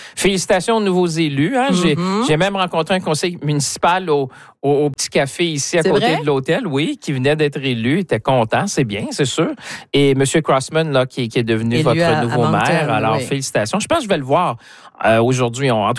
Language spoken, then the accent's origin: French; Shawinigan, Quebec, Canada; moi je viens de Shawinigan, évidemment c'est une autre réalité